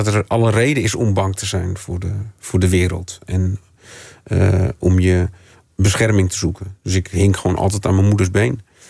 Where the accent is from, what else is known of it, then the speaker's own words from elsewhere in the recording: Amsterdam, North Holland, Netherlands; ik ben opgegroeid in Amsterdam